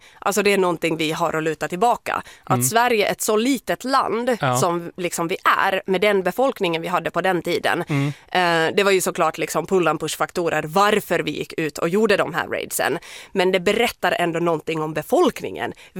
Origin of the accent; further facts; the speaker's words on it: Finland; jag är ju finsk.